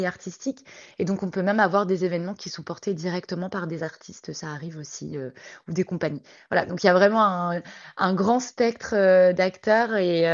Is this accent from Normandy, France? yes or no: no; Bourgogne-Franche-Comté, France; Alors moi, j'ai grandi en Franche-Comté, donc dans une région très forestière.